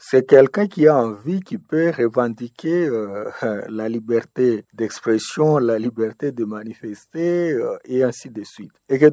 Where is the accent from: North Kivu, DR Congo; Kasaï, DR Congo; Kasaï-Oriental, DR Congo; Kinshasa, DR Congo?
North Kivu, DR Congo; chez nous au Nord Kivu et en Ituri